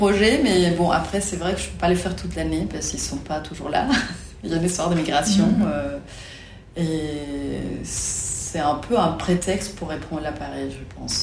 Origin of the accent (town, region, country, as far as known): Ensenada, Baja California, Mexico; born or raised there; also born or lived in Mexico City